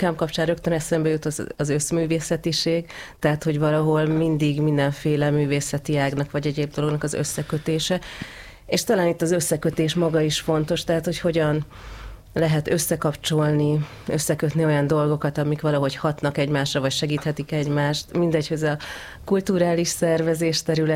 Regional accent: Budapest, Hungary; Hát én a Rózsadomba alján, úgyhogy ez abszolút budai övezet.

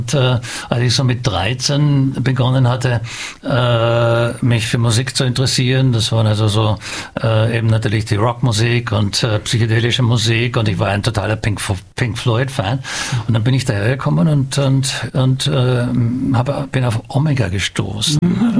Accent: Graz, Styria, Austria; ich bin aus Graz ursprünglich

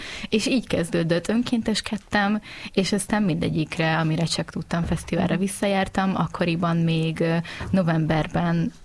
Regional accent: Győr, Győr-Moson-Sopron, Hungary; moved away as an adult; also born or lived in Pécs; én Győrmellől származom, és a családom azóta is ott él, és a középiskola után Pécsre mentem tanulni.

